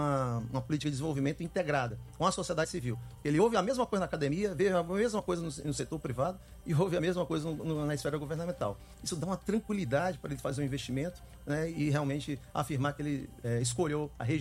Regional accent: Ceará, Brazil; como nós aqui como cearenses somos unidos

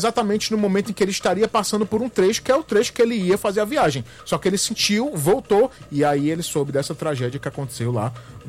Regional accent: Fortaleza, Ceará, Brazil; now in São Luís, Brazil; Sou cearense, morava em Fortaleza. Em 84, eu vim pra São Luís do Maranhão.

